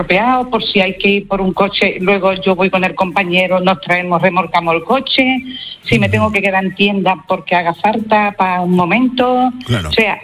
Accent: Tarifa, Andalusia, Spain; moved away; yo soy andaluza, yo estoy aquí, vine aquí buscando trabajo y ya me quedé aquí.

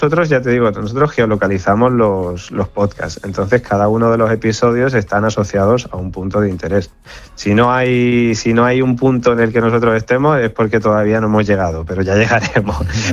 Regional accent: Alicante, Valencian Community, Spain; now in Madrid, Spain; yo por ejemplo soy de Alicante y anda que no he descubierto cosas en Alicante muchas veces, siendo yo de allí, y ahora vivo en Madrid

